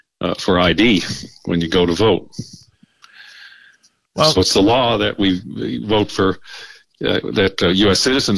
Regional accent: Texas, United States; now in Arizona, United States; I grew up in Texas, and there I earned the high school diploma from the public schools and got a BS in electrical engineering

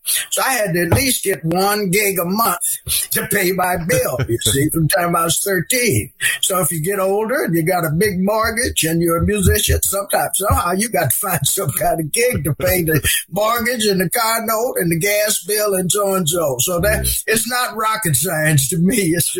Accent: Olean, New York, United States; when they got to my hometown, Olean, New York, he had to go back home for a family emergency, so they needed a local saxophone player, which was my uncle.

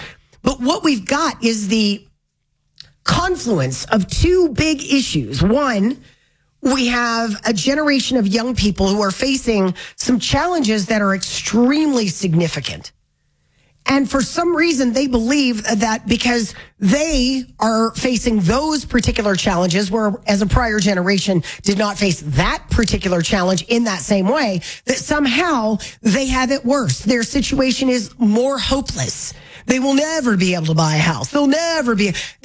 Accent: United States; And maybe it's just because I am a hardwired American.

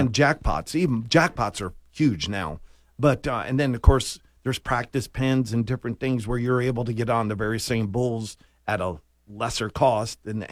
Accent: Florida, United States; And in Florida, growing up in Florida, there's lots of opportunities.

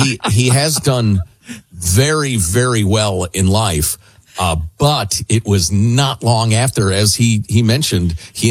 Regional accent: Chicago, Illinois, United States; I grew up in Chicagoland. There are tons of Polish people and. and Slavs and Serbs and all sorts of people.

